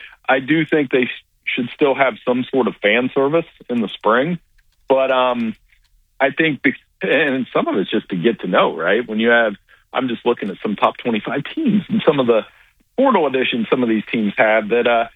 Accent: Ohio, United States; I grew up in Ohio

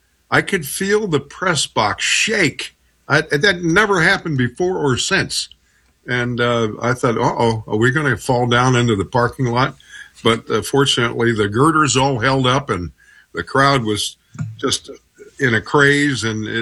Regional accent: Pittsburgh, Pennsylvania, United States; I grew up in Garfield, and Fort Pitt Field was high on the hill behind our house.

